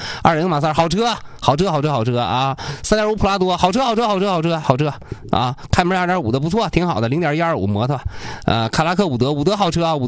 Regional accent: Changchun, Jilin, China; 我长春人

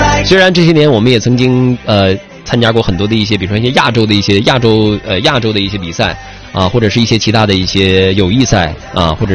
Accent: China

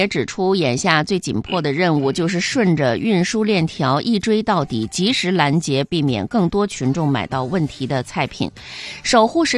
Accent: Northeast China, China; 作为东北人

